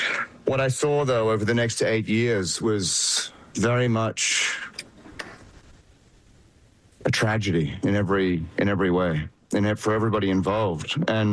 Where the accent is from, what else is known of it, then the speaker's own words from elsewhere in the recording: Australia; Well, I'm Australian, by the way, so I do this weird thing where I'll speak about us and the Americans.